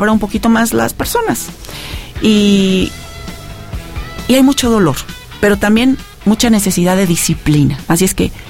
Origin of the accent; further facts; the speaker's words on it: Mexico; Somos una familia mexicana